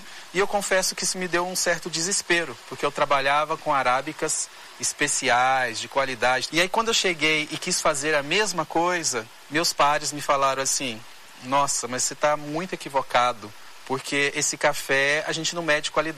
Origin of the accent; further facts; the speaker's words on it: Minas Gerais, Brazil; moved away as an adult; now in Rondônia, Brazil; Como bom mineiro, eu morria de saudade da família, saudade dos amigos, do jeitinho mineiro, né?